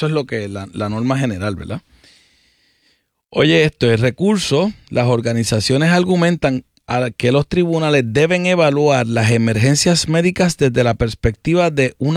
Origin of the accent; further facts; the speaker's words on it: Ponce, Puerto Rico; Pero soy de Ponce.